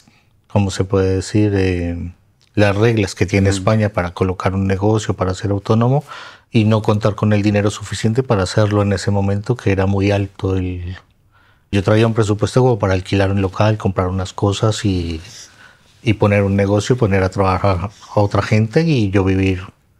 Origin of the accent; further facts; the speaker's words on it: Colombia; also born or lived in Argentina; now in Spain; Soy de Colombia.